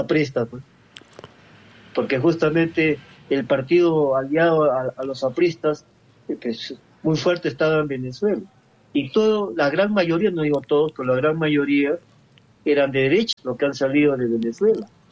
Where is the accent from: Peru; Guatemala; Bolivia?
Peru; tenemos que enarbolar, ¿no?, como peruanos